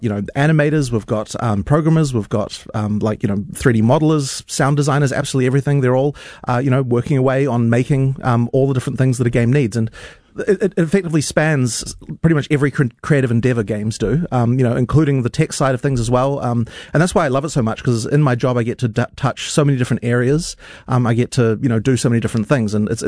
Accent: Auckland, New Zealand; kind of wanted to make a school that would be able to teach the kind of kid that I was when I was growing up in West Auckland

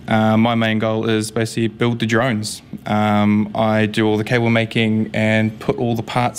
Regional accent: Hamilton, Waikato, New Zealand; also born or lived in Australia; now in Timaru, New Zealand; So originally from up in Hamilton, moved around a while and then ended up over in Australia for 7 years, working on robotic industries over there, and then moved back here to be with my family, and now I'm working down here in Timaru

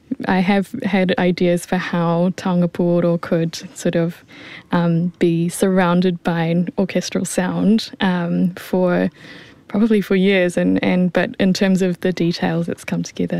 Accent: New Zealand; My mother is from Japan, and on my father's side, I'm Pākehā of English, Irish, and French ancestry.

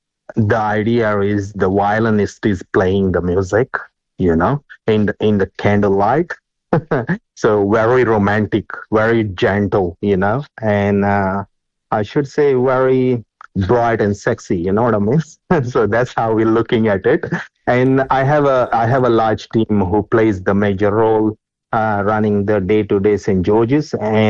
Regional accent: Goa, India; now in Hawke's Bay, New Zealand; I come from originally from Goa, India. I'm a village kid, you know, typical village kid. And yeah, so we grown up with foraging fresh berries to the fruit, to everything. And, you know, I'm born in a farming family as well as in a farming community.

